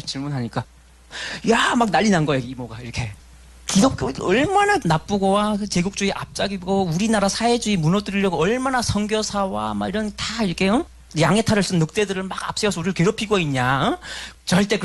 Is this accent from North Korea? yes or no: yes; North Korea; moved away; 결말을 못 보고 저는 다시 탈북을 했습니다.